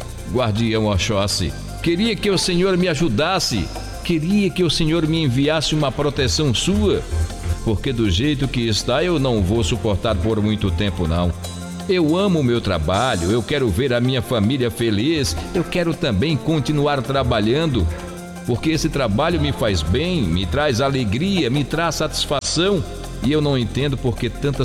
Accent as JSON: {"language": "Portuguese", "town": "Aracaju", "region": "Sergipe", "country": "Brazil", "said": "sou de Aracaju, capital sergipana."}